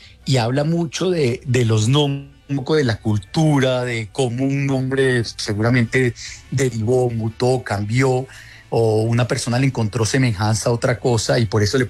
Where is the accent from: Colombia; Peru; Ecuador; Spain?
Colombia; uno como colombiano